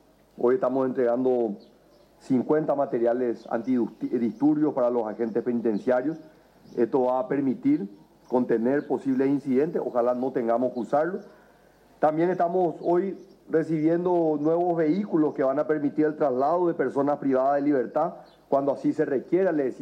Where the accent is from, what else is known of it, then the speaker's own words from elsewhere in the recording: Paraguay; como paraguayo me siento profundamente agradecido y orgulloso